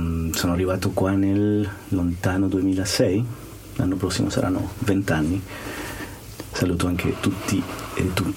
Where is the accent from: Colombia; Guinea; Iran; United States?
Colombia; moved away as an adult; nato e cresciuto in Colombia.